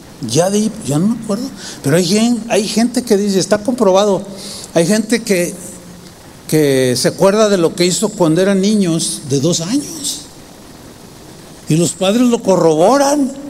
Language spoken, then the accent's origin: Spanish; San Luis Potosí, Mexico; born there; no sé qué está pasando allá en, no sé, en San Luis Potosí, donde yo nací.